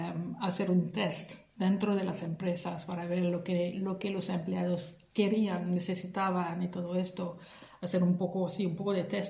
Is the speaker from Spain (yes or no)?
no; France; born there; Spanish is a second language; moved away as an adult; also born or lived in Paris / Ireland; Pues todo empezó en Francia, que nací en Francia, vivía en París, trabajaba con Disneyland París